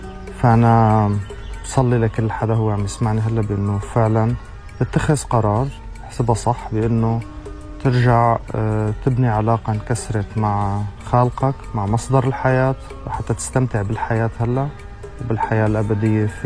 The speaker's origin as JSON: {"language": "Arabic", "country": "Syria", "lives_now": "Europe", "said": "أنا سوري، أقيم حاليا في أوروبا ومؤمن بالمسيح من قرابة 7 سنوات."}